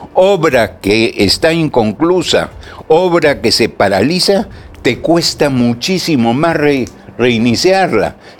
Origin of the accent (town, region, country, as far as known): Peru